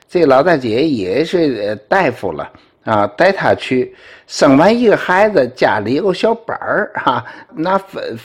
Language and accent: Chinese; Tianjin, China